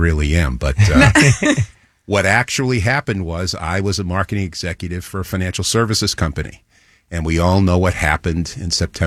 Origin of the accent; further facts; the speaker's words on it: New York City, New York, United States; also born or lived in Northern Virginia; now in New Jersey, United States; I grew up in New York City